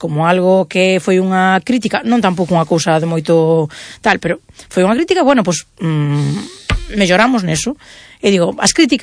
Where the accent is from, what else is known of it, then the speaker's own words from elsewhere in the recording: Santiago de Compostela, Galicia, Spain; Digo, os que somos de Santiago de toda a vida. Eu que vivo nun alto que sempre os víamos.